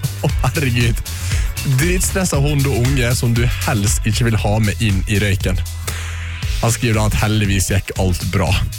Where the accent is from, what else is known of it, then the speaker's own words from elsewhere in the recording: Møre og Romsdal, Norway; Jeg kommer faktisk fra ei øy utenfor Ålesund ved navn Flemsøy, eller Skuløy, eller Lungva. Denne øya har tre navn.